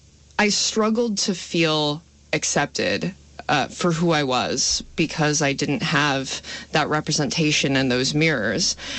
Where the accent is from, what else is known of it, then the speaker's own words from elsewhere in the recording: Island Pond, Vermont, United States; I grew up in the very small town of Island Pond up in the Northeast Kingdom.